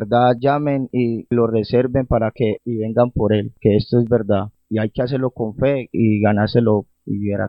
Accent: Caldas, Colombia; Soy de Alcermán Caldas.

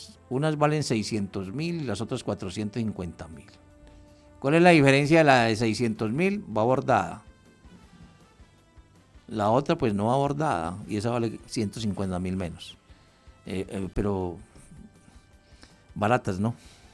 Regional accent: Colombia; nosotros que somos bien colombianos

